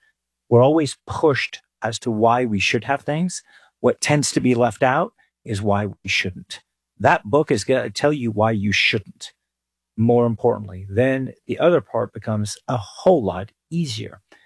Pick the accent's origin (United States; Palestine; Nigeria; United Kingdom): United Kingdom; England; Growing up in England, I studied English history.